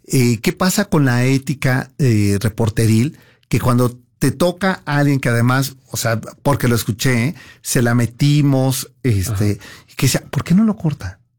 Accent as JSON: {"language": "Spanish", "country": "Mexico", "said": "lo que somos los mexicanos."}